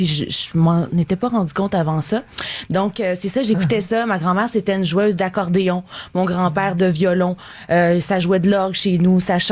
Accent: Matane, Quebec, Canada; Moi, je viens de la Gaspésie, je viens de Matane.

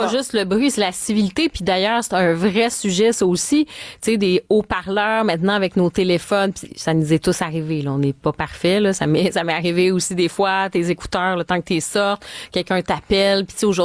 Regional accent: Montreal, Quebec, Canada; je suis une Montréalaise à la base, pur jus. Là, je suis née ici, j'ai grandi, j'ai passé ma vie à Montréal. J'étais vraiment celle qui avait Montréal tatoué sur le cœur

